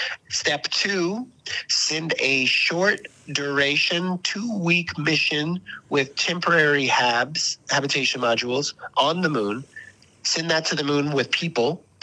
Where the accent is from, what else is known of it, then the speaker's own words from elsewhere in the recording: California, United States; Was buried this little nugget, which as a Californian, people are quite upset.